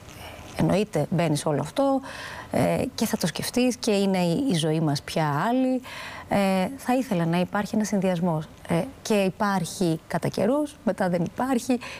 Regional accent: Thessaloniki, Central Macedonia, Greece; moved away as an adult; now in Athens, Greece; Τη Θεσσαλονίκη δεν το συζητώ, είναι η ψυχή μου, η πατρίδα μου, εκεί επιστρέφω πάντα και εκεί θα επιστρέφω πάντα.

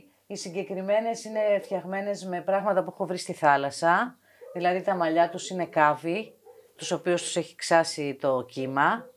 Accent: Athens, Attica, Greece; now in Mykonos, Greece; είμαι από την Αθήνα, αλλά είμαι ανομερίτησα γιατί είμαι από το 92 εδώ. Άρα τα περισσότερα χρόνια της ζωής μου τα έχω ζήσει στη Μύκονο.

